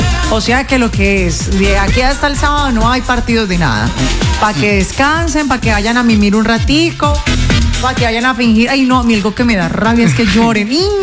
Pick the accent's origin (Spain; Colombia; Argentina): Argentina; No, somos argentinos, che, boludo.